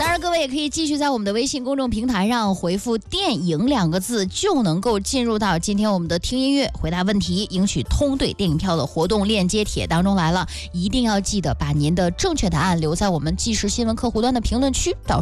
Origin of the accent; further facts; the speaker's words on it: Shijiazhuang, Hebei, China; 用咱们河北人说话，或者准确来说石家庄人说话就是得。